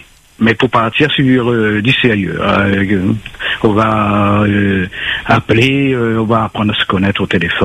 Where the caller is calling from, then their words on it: Saint-Denis, Réunion; je suis de Saint-Denis, 51 ans